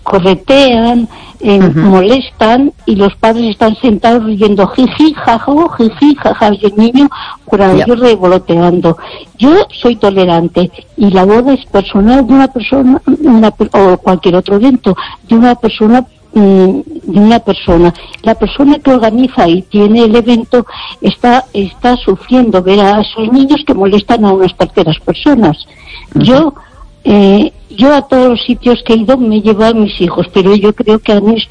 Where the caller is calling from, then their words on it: Ourense, Galicia, Spain; Desde Orense.